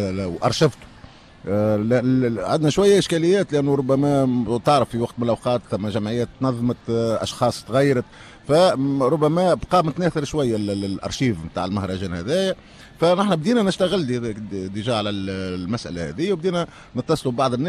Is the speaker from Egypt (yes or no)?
no; Tunisia; عندنا في تونس